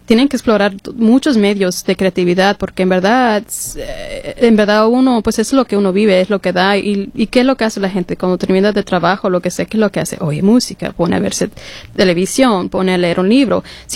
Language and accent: Spanish; Washington, United States; Spanish is a second language; also born or lived in California; Pero soy de Washington. Pero soy washingtonia.